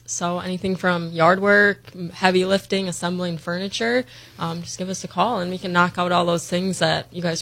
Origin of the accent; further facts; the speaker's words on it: Michigan, United States; moved away as an adult; now in Flagler County, United States; because I'm from Michigan